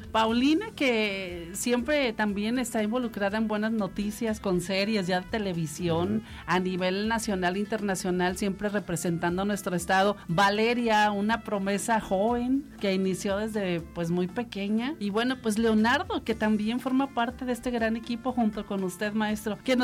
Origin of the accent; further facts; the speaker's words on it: Mexico; hemos vivido como mexicanos